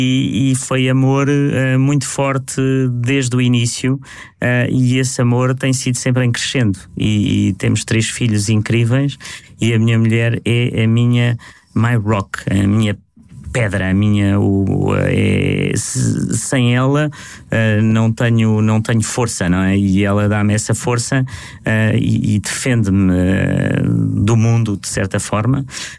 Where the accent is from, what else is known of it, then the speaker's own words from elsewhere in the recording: Beja, Alentejo, Portugal; moved away; also born or lived in Lisbon / United States / France; Sou de Beja, tenho esse lado, sou de Lisboa, sou europeu, também sou de certa forma um bocadinho africano, pelos cruzamentos da própria família da minha mulher